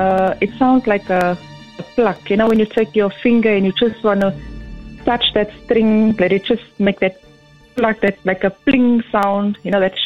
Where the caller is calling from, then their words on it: Pretoria, Gauteng, South Africa; I'm in Pretoria.